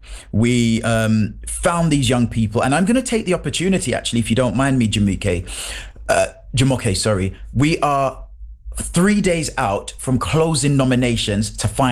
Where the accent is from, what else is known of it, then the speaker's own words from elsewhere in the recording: London, United Kingdom; also born or lived in Jamaica; I was born in Jamaica. I grew up in London. I came to the UK when I was about six, going on seven.